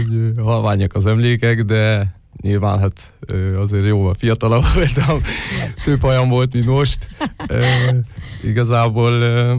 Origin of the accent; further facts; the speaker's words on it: Paks, Tolna, Hungary; paksi srác vagyok